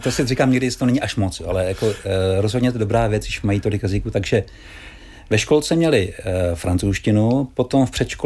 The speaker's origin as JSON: {"language": "Czech", "town": "Ostrava", "region": "Moravian-Silesian Region", "country": "Czechia", "tie": "born or raised there", "moved": "as an adult", "lives_now": "Luxembourg", "said": "já jsem vyrůstal vlastně v Ostravě po přestěhování z Moravské Třebové, takže jsme měli k polštině blízko. Rozuměl jsem je už tehdy, samozřejmě pasivně"}